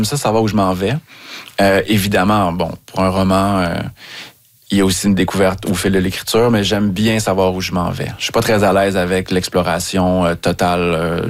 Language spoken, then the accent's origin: French; Laval, Quebec, Canada; born or raised there